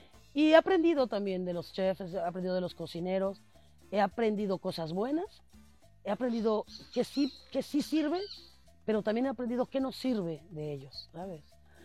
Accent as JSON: {"language": "Spanish", "country": "Mexico", "said": "te permite darte cuenta como mexicano que... Porque a veces perdemos la conciencia de que estamos en un gran país"}